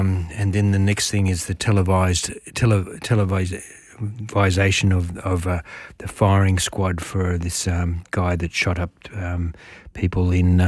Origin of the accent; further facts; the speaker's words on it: Australia; I'm so glad I'm an Australian and I live in Australia.